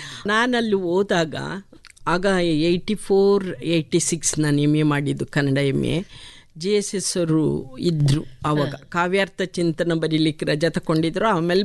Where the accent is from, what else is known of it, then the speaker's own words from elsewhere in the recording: Venkatapura, Karnataka, India; ನಾನು ಹುಟ್ಟಿದ್ದು ಬೆಳೆದಿದ್ದು ಕೋಲಾರ. ಆಗ ಕೋಲಾರ ಅಂತ ಇತ್ತು, ಈಗ ಅದು ಡಿವೈಡ್ ಆಗಿ ಚಿಕ್ಕಬಳ್ಳಾಪುರ ಆಗಿದೆ. ಚಿಕ್ಕಬಳ್ಳಾಪುರ ಜಿಲ್ಲೆ ಶಿಡ್ಲಘಟ್ಟ ತಾಲೂಕಿನ ವೆಂಕಟಾಪುರ ಅಂತ ಒಂದು ಗ್ರಾಮ.